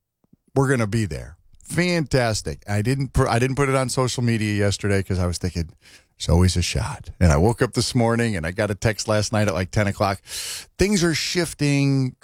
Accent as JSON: {"language": "English", "region": "Connecticut", "country": "United States", "tie": "born or raised there", "moved": "yes", "said": "my home state of Connecticut"}